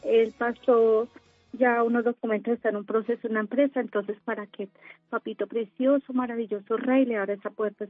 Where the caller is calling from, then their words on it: Anolaima, Cundinamarca, Colombia; En Anolaima, Cundinamarca.